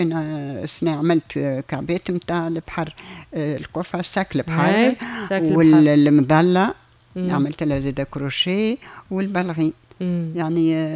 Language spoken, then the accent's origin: Arabic; Tunis, Tunis Governorate, Tunisia; نجم نقول لهم أنا راني من تونس